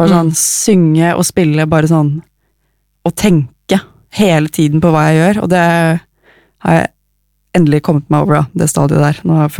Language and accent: Norwegian; Oslo, Norway; born or raised there